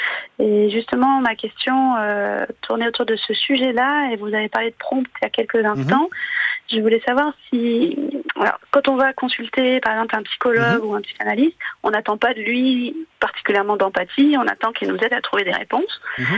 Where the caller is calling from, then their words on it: Pont-Aven, Brittany, France; De Pont-Aven.